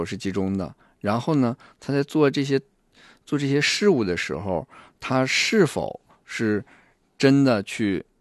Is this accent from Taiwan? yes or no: no; Northeast China, China; 这个我们东北人说是撩是别人